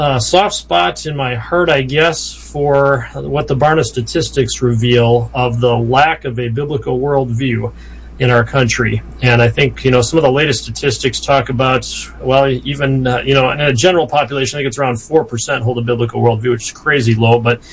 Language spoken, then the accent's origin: English; Iowa, United States; a station in Des Moines, which is where I'm near. So I'm from Iowa, in northern Iowa, actually, a couple hours north of Des Moines.